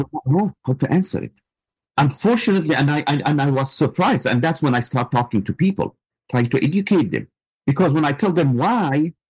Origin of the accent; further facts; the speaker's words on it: Palestine; moved away as an adult; now in United States; I'm an American Palestinian. I still have family there.